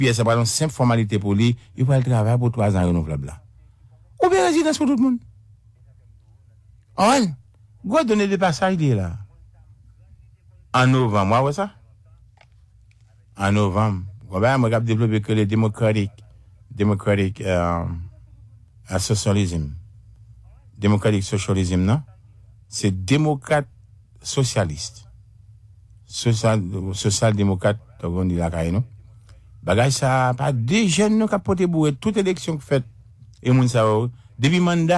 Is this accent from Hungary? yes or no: no; Haiti; now in United States; moi me solidariser en tant qu'haïtien, américain